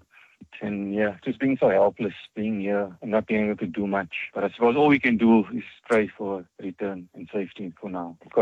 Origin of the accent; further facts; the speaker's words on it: South Africa; It's not something as a South African we used to, you know, normally encounter these type of situations.